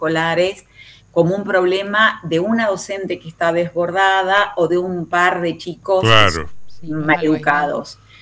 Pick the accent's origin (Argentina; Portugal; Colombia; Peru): Argentina